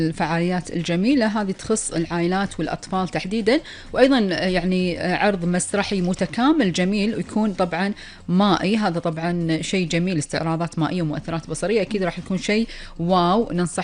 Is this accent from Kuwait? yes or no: yes; Kuwait; ديرتنا الحبيبة الكويت